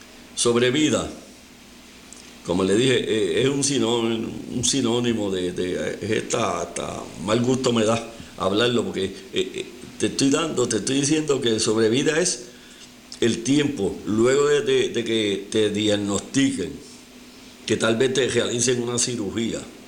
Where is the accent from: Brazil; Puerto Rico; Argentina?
Puerto Rico; como somos nosotros los boricuas